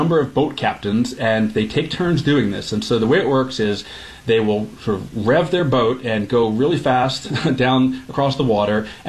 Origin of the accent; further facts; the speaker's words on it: Maryland, United States; Yeah, I didn't realize it either, and I'm from Maryland.